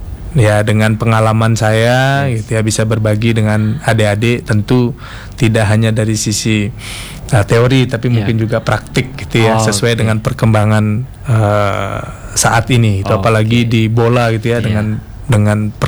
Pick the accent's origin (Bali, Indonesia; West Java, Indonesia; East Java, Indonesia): Bali, Indonesia; Bangli; Karena kebetulan asal saya dari Bangli gitu.